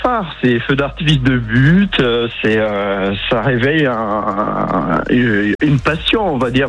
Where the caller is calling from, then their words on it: Reims, Grand Est, France; Moi je suis de Reims.